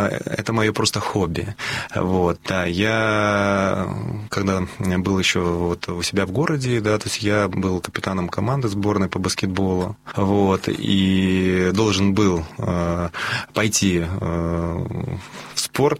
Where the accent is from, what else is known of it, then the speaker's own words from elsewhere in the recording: Sovetsk, Kaliningrad Oblast, Russia; Нет, я и сам из Калининграда.